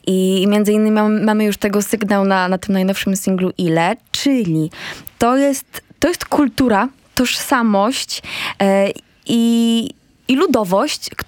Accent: Nowy Sącz, Lesser Poland, Poland; born or raised there; moved away as an adult; now in Warsaw, Poland

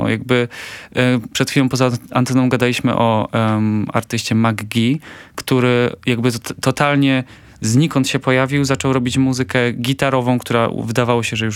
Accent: Poznań, Greater Poland Voivodeship, Poland; I 9 października Dragon Social Club w rodzinnym mieście w Poznaniu.

